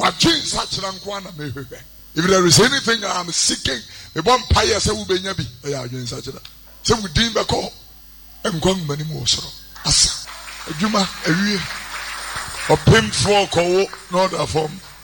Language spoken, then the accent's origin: English; Kenya; I'm saying I'm from Kenya.